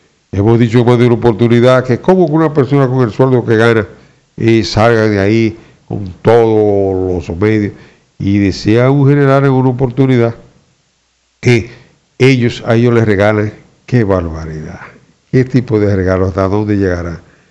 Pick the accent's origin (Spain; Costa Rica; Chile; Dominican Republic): Dominican Republic; el dominicano, nosotros no apreciamos las bellezas que tiene nuestra provincia